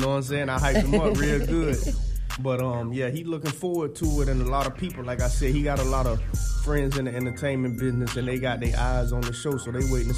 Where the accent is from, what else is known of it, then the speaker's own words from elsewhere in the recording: Florida, United States; I'm from Florida.